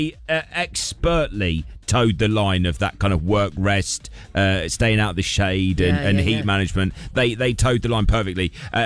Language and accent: English; United Kingdom; We're British.